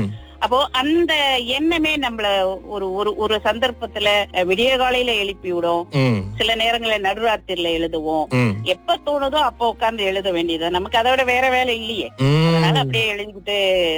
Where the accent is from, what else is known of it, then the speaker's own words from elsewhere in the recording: Sitiawan, Perak, Malaysia; நான் பிறந்து வளர்ந்த சித்தியவானில்